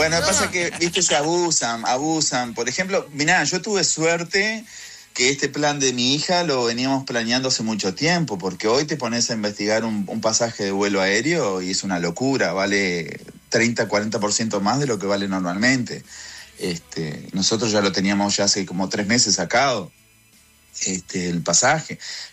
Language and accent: Spanish; Maldonado, Uruguay; now in Miami, United States; yo soy de Maldonado. Punta del Este es una cosa y donde yo vivía, Maldonado es otra.